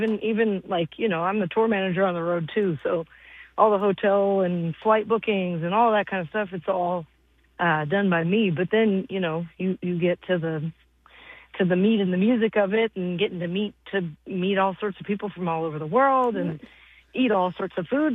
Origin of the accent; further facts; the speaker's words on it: Texas, United States; born there; because I was born in Texas.